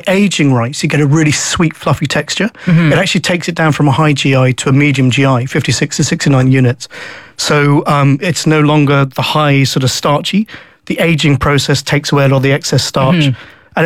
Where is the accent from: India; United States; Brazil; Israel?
India; northern India; I'm northern Indian, so I would say Lucknow.